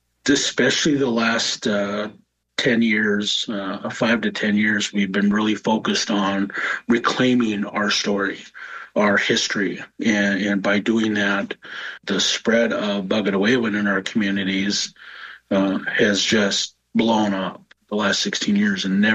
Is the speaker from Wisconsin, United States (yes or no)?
yes; Fond du Lac, Wisconsin, United States; I grew up as … So I'm from Fond du Lac.